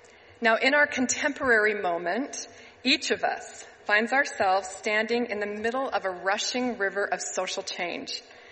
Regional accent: Alberta, Canada; I grew up near Waterton National Park, Alberta, and Glacier National Park, Montana.

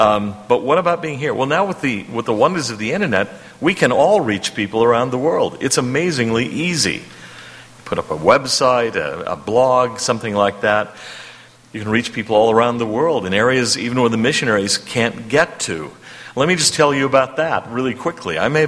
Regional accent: United States; as an American

